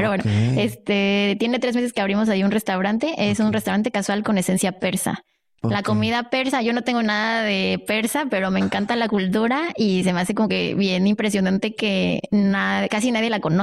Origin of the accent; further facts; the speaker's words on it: Mexico City, Mexico; now in Monterrey, Mexico; Pues mira, vengo de la Ciudad de México. Hace 3 meses que abrí un restaurante en la Mansión Guimbarda.